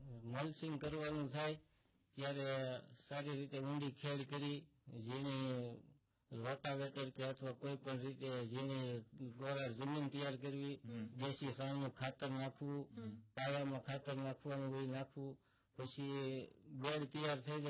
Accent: Gujarat, India; હાલ અત્યારે વથલિયા ડુંગર ઉપર મોર કોણ બોલતો નથી શ્રાપ ના કારણે એવું મારું ગામ છે

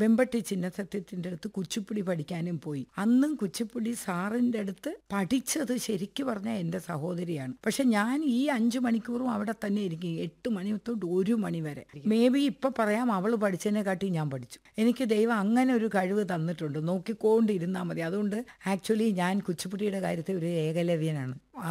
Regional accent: Thiruvananthapuram, Kerala, India; born there

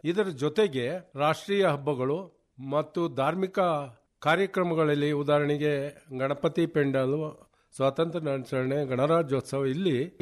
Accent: Hassan district, Karnataka, India; ಅನೇಕ ಜಿಲ್ಲೆಗಳಿಗೆ ಹೋಗಿ ಪ್ರತಿನಿಧಿಸಿ ನಮ್ಮ ಹಾಸನ ಜಿಲ್ಲೆಯನ್ನ

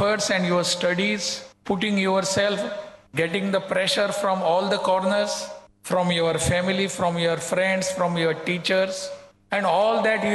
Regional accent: Goa, India; Even in some places, I'm coming from Goa. In Goa, we call learned persons as doctors.

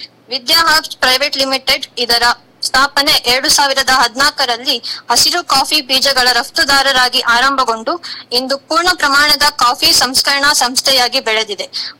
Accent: Koppa, Karnataka, India; now in Chikmagalur, India; ಕೊಪ್ಪದಿಂದ ಬಂದಿರೋದು ಸರ್.

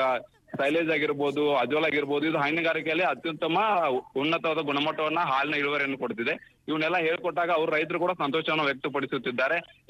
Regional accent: Hukkeri, Karnataka, India; ನಮ್ಮ ಊರಿನ ಸೈಡ್, ನಮ್ದು ಬೆಳಗಾವಿ ಜಿಲ್ಲಾ ಹುಕ್ಕೇರಿ ತಾಲೂಕು

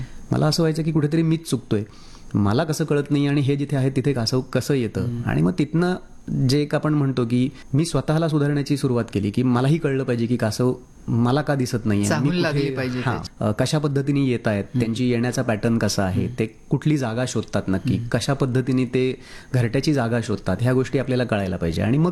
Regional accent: Mumbai, Maharashtra, India; born there; now in Velas, India; आणि मी जन्मलोय मुंबईमध्ये, वेळास माझं गाव आहे, मी मुंबई सोडून 2000 साली वेळासला स्थायिक झालो.

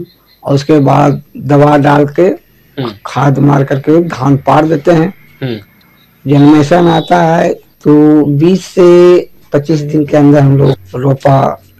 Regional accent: Jharkhand, India; प्रखंड कटकम सानले, जिला हजारीबाग के रहने वाले हूँ।

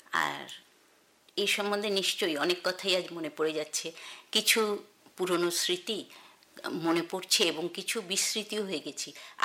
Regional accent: Kolkata, West Bengal, India; now in Chaibasa, India; ছোটবেলায় যখন রেডিও শুনতাম তখন যেহেতু আমি কলকাতায় বড় হয়েছি, ওই কলকাতা কেন্দ্রের শিশু মহল, গল্প দাদুর আসর

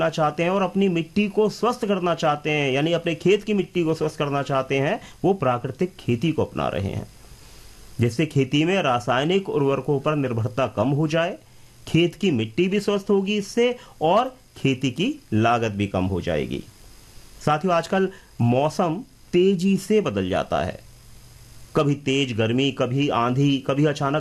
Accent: Agra, Uttar Pradesh, India; हमारे आगरा और ब्रज क्षेत्र में गाय को विशेष महत्व दिया जाता रहा है।

